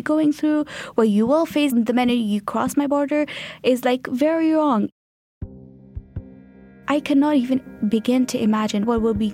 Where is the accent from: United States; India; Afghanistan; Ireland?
Afghanistan; Kabul; moved away as an adult; also born or lived in Islamabad, Pakistan; now in Canada; born and raised in Kabul, Afghanistan. I am 22 at the moment